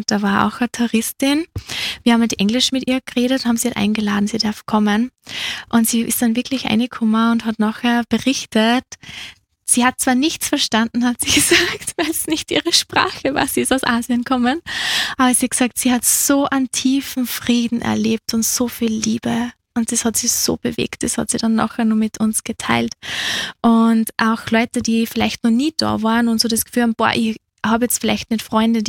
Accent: Upper Austria, Austria; weil ich bin doch aus dem Müllviertel

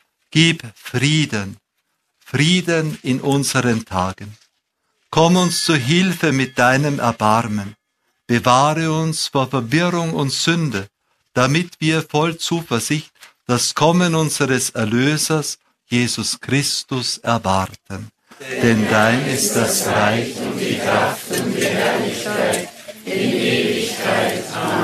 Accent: Austria; Aber bei uns in Österreich weiß man nicht, dass wir hier eine Ausnahme haben, weil bei uns stehen die Leute nur irgendwie mit den Händen herum.

